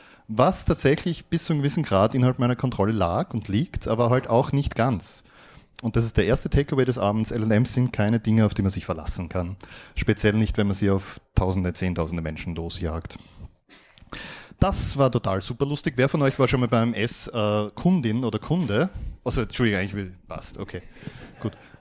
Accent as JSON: {"language": "German", "town": "Graz", "region": "Styria", "country": "Austria", "said": "Ja, hallihallo … ich komme aus Graz."}